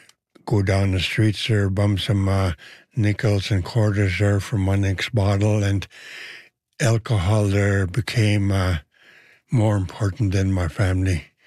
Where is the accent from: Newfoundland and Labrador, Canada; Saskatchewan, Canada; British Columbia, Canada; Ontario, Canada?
British Columbia, Canada; Merritt; also born or lived in Kamloops; I'm from Merritt, British Columbia, and I lived on Coldwater Reserve there in my younger days, and I went to a residence school in Kamloops for 11 years.